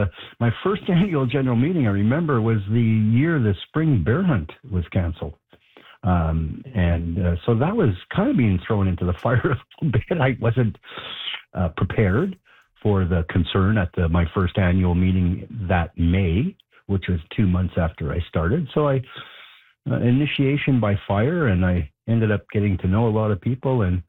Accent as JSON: {"language": "English", "town": "Winnipeg", "region": "Manitoba", "country": "Canada", "tie": "born or raised there", "also_born_or_lived": "Kenora", "moved": "as an adult", "lives_now": "Northwestern Ontario, Canada", "said": "I grew up in Winnipeg. So it wasn't that far away."}